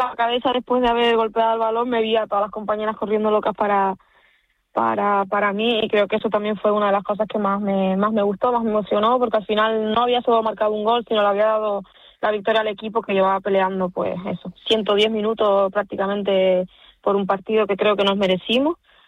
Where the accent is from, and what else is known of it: Canary Islands, Spain